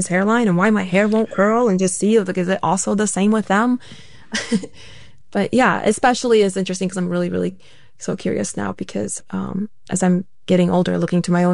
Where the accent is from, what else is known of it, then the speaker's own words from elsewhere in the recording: Ukraine; moved away; my home country, where I was from, where I have dreams of still meeting my birth family and seeing with adult eyes where I come from, where I grew up, and I didn't want to go.